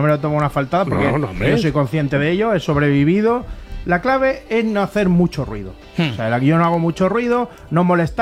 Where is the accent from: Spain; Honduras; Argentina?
Spain; Rubí, Catalonia; Que claro, nosotros somos de Rubí, lo solemos a kilómetros.